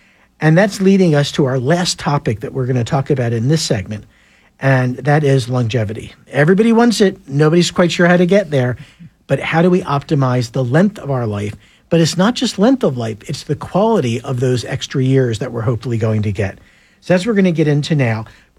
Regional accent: United States; I'm American.

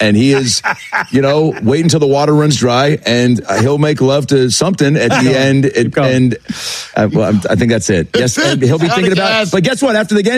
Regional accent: Lake Forest Park, Washington, United States; It was formerly the Puyallup Fair growing up in Lake Forest Park, Washington. We took the bus about almost an hour away.

